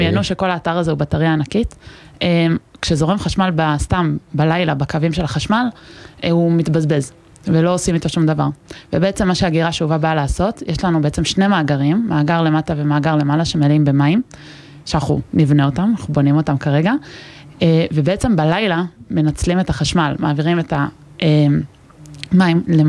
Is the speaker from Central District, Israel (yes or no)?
no; Yatir, Southern District, Israel; now in Northern District, Israel; אני מדרום הר חברון במקום.